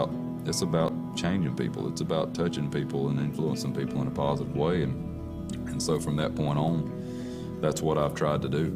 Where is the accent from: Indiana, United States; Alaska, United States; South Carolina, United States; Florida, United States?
South Carolina, United States; Growing up in South Carolina